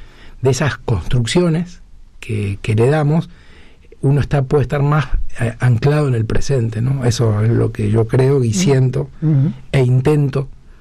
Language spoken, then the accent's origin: Spanish; Rosario, Santa Fe, Argentina; now in Buenos Aires, Argentina